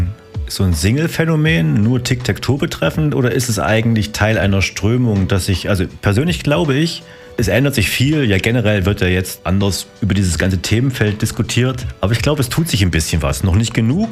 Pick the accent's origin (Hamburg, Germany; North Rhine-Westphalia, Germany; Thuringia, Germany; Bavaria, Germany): Thuringia, Germany; Apolda; Ich komme eigentlich aus Apolda.